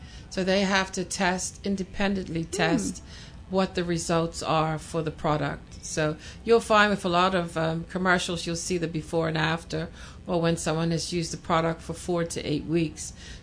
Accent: St. David's, St. George's, Bermuda; So my family is from St. David's. So I grew up around my grandparents, my aunts, uncles. It is still a close-knit community

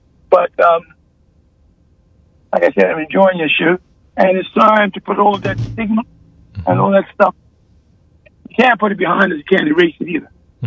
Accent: St. David's, St. George's, Bermuda; Growing up in St. David

